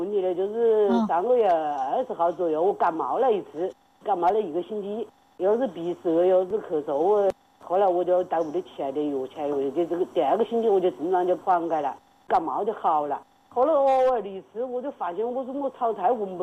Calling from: Wuhan, Hubei, China; 我武汉的。

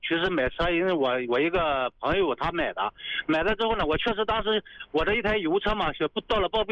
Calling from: Linyi, Shandong, China

